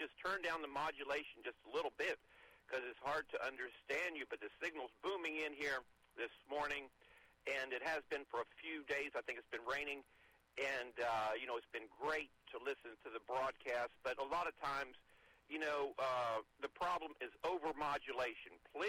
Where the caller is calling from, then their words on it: Jacksonville, Florida, United States; I'm listening in Jacksonville, Florida